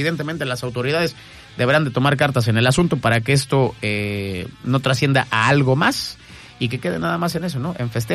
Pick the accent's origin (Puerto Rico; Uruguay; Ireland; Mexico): Mexico; Mexico City; La Capirucha, mi tierra querida.